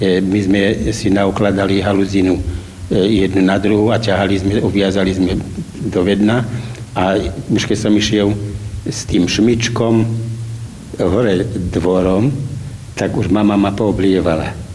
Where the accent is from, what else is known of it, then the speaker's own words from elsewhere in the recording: Vyšný Sliač, Žilina Region, Slovakia; Ja som z Vyšného Sliača